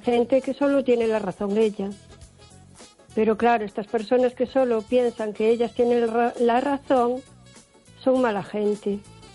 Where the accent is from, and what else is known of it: O Carballiño, Galicia, Spain